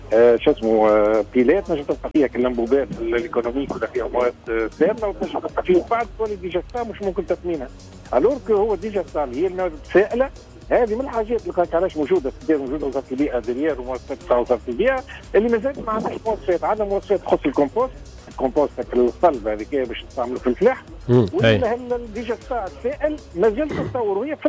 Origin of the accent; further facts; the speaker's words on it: Tunisia; عندنا في تونس